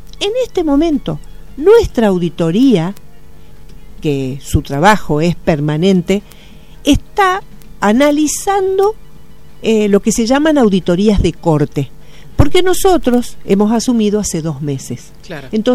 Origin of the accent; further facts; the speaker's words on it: Argentina; es pensarnos como argentinos